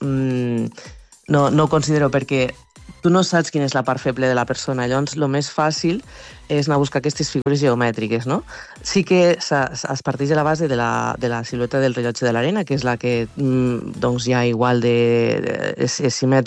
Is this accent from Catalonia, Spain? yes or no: yes; Mollerussa, Catalonia, Spain